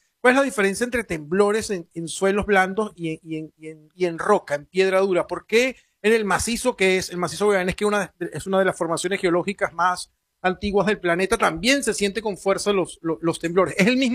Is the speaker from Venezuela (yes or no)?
yes; Puerto Ayacucho, Amazonas, Venezuela; yo soy de Puerto Ayacucho, pleno macizo guayanés